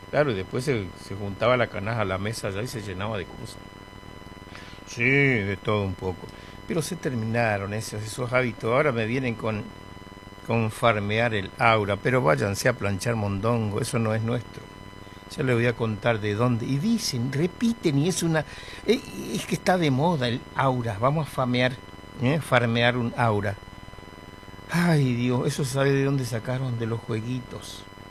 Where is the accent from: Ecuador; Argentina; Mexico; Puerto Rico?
Argentina; Presidencia de la Plaza, Chaco; moved away; También saludo a toda mi gente de Presidencia de la Plaza, a mi pueblo en Presidencia de la Plaza, Chaco